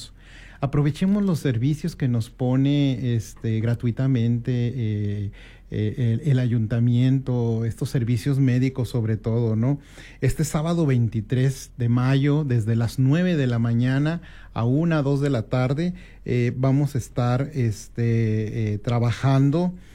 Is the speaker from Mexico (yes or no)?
yes; Mexico; Como mexicanos todos tenemos derecho pues a tener un seguro social.